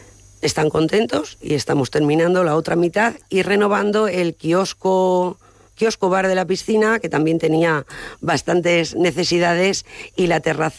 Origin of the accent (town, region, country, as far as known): Castellar de Santiago, Castilla-La Mancha, Spain